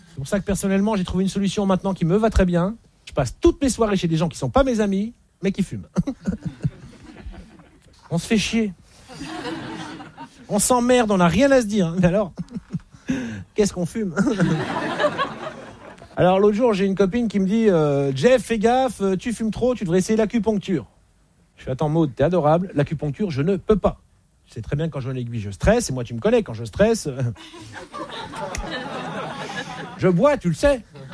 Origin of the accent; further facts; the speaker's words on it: Belgium; Un Français sur quatre, je m'en fous, je suis belge.